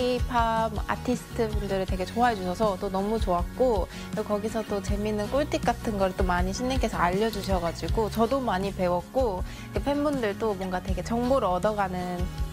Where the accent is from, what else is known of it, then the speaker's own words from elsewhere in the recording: South Korea; 사실 저는 한국인이지만 여긴 처음 와봐요.